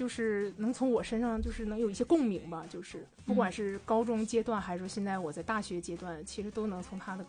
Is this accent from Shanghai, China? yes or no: no; Dalian, Liaoning, China; born or raised there